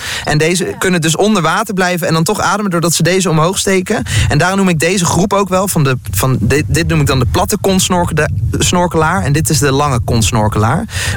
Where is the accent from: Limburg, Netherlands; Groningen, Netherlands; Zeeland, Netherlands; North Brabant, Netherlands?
North Brabant, Netherlands; Ja, en ik kom uit Brabant, hè.